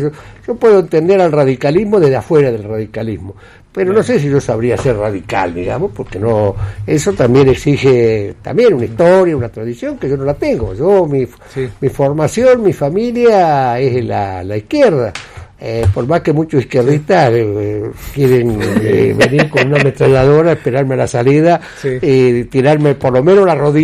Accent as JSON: {"language": "Spanish", "region": "Santa Fe", "country": "Argentina", "said": "Venimos todos de la Pampa Gringa."}